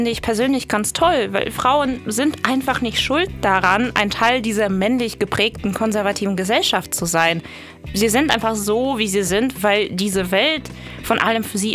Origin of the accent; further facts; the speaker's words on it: Russia; moved away; Mein Name kann es vielleicht schon so ein bisschen verraten, aber ich komme tatsächlich selbst aus Russlands Grenzregion zu Kasachstan